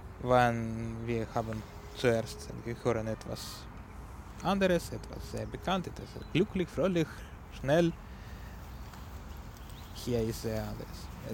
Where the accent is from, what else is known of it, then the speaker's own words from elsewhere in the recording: Ukraine; first language Ukrainian; German is a second language; moved away; In meiner Sprache, in meiner Muttersprache, in der ukrainischen Sprache